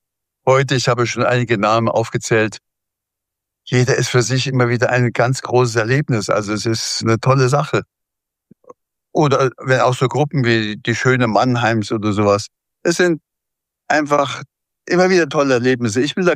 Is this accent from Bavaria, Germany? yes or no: yes; Bavaria, Germany; also born or lived in Munich; now in Wiesbaden, Germany; Ich bin ein Bayer und bleibe Bayer.